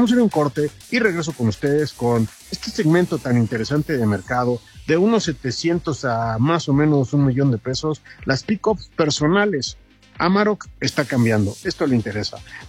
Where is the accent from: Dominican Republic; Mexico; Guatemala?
Mexico; nosotros como mexicanos